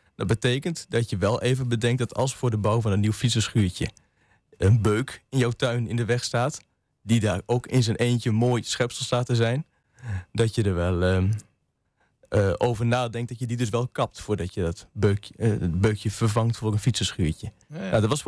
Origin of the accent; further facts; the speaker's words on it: Wapenveld, Gelderland, Netherlands; also born or lived in Zwolle; Ik ben 22 jaar. Ik kom uit Wapenveld. Ja, ben er geboren in het ziekenhuis in Zwolle